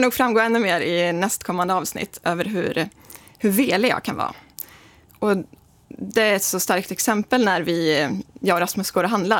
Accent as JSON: {"language": "Swedish", "town": "Grums", "region": "Värmland", "country": "Sweden", "said": "jag är ju från Grums"}